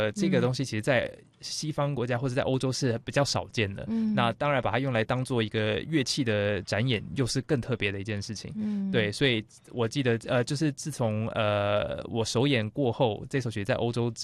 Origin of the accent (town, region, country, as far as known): Taiwan; moved away